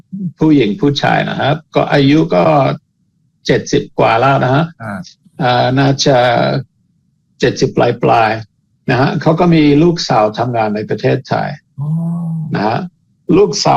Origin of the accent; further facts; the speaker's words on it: Canada; now in Thailand; ผมเองเป็นคนแคนาดาก็ดูคนแคนาดา